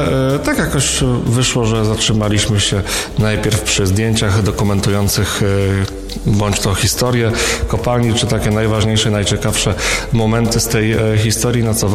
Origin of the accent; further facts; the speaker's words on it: Konin, Greater Poland Voivodeship, Poland; wychowałem się w domu graniczącym przez płot z Konicką brykietownią przy ulicy Gajowej, w jednym z tych fińskich domków